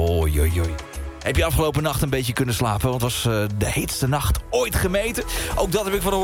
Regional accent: Netherlands; En dan beginnen we altijd een beetje te klagen als Nederlanders.

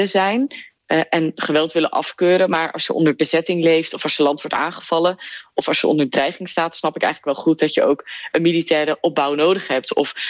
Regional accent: Netherlands; now in Belgium; Ik ben opgegroeid in Nederland en dus dan is dat wel gemakkelijk of zo.

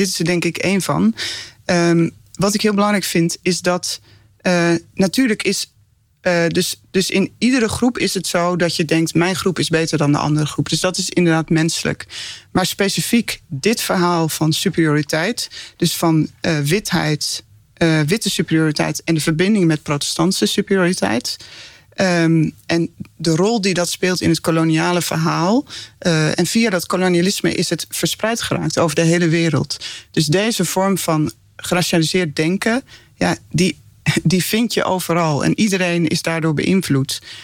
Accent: Netherlands; En wij zijn Nederlanders

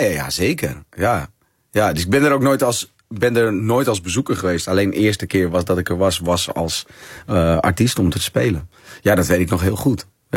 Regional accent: De Rijp, North Holland, Netherlands; born there; ja, ik ben geboren in Noordeinde, het Rijp. Mijn vader komt van Curaçao, mijn moeder komt van Nederland.

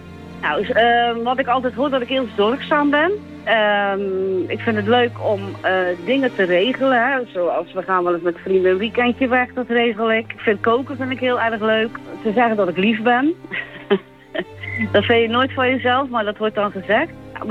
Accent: Dordrecht, South Holland, Netherlands; ik ben een Dordtenaar.

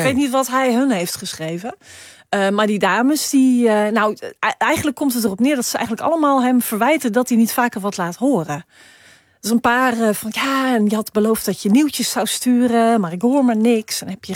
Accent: Suriname

